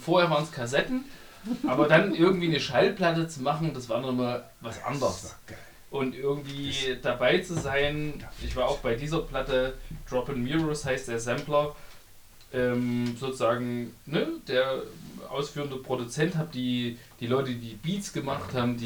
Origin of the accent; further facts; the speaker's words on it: Syrau, Saxony, Germany; der war eigentlich aus meinem Heimatdorf, aus Syrau. Das sind 1500 Einwohner dort im Vogtland.